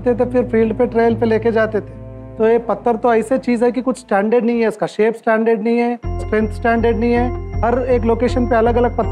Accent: Sangareddy, Telangana, India; born there; also born or lived in Hyderabad / Pune; मेरा स्कूलिंग सब कुछ यहाँ मेरा गांव में ही हुआ था

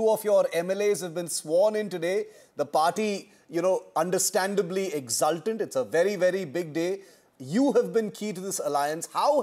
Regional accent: Chennai, Tamil Nadu, India; And I grew up in Chennai

